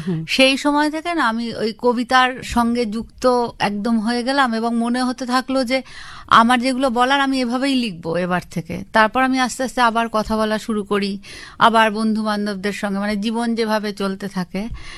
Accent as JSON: {"language": "Bangla", "town": "Basirhat", "region": "West Bengal", "country": "India", "tie": "born there", "said": "বসিরহাটের মফস্বলের একটি স্কুল"}